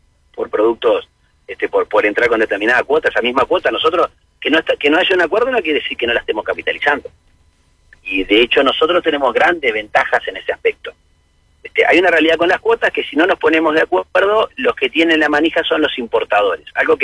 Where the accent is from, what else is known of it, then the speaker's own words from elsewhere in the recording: Uruguay; esos somos los uruguayos.